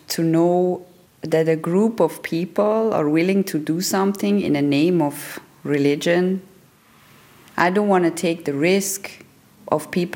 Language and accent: English; Zurich, Switzerland; Because I grew up in Zurich.